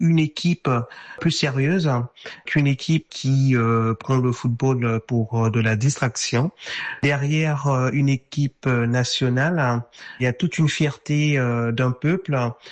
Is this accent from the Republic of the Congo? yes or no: yes; Republic of the Congo; now in Le Mans, France; Moi, je suis originaire de la République du Congo, dont la capitale est Brazzaville.